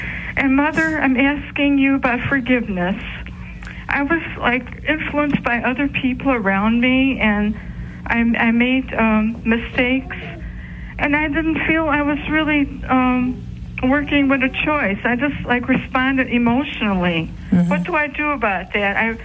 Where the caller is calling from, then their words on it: Chicago, Illinois, United States; from Chicago, Illinois.